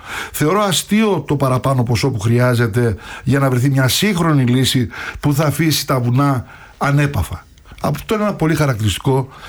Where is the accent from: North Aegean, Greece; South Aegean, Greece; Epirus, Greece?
Epirus, Greece; Tzoumerka; moved away; πηγαίνοντας προς το δικό μου, στα δικά μου μέρη, στα Τζουμέρκα